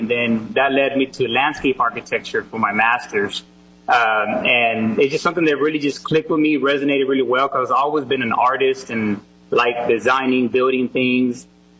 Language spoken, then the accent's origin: English; Fort Worth, Texas, United States; At the age of two, we moved to Texas, and I was raised there in Fort Worth.